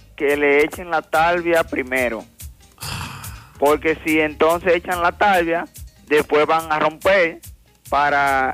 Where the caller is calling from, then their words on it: Dominican Republic; de La Soledad.